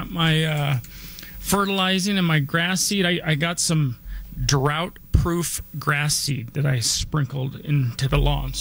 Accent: Denver, Colorado, United States; I was born and raised here in Denver. And I went to Cherry Creek High School.

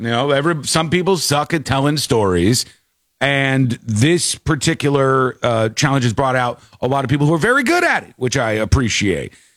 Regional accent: Connecticut, United States; In 1978 or so, me and my little sister got to meet William Shatner when he was filming in my hometown in Connecticut.

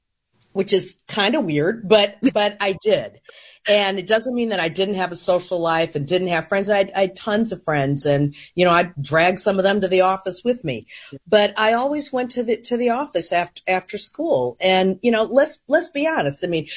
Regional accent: Chicago, Illinois, United States; I grew up in Hyde Park until I was nine.

